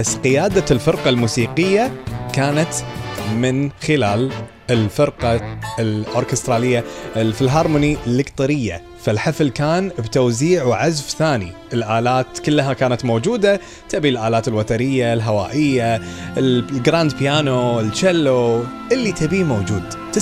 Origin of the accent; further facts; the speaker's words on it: Kuwait; عندنا بالكويت